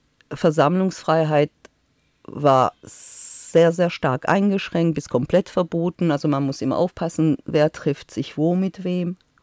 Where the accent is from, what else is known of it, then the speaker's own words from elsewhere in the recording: Tehran, Tehran Province, Iran; now in Germany; als Kind aufgewachsen im Iran. Meine Kindheit war eigentlich eine sehr schöne Kindheit. Also ich bin in der Hauptstadt geboren.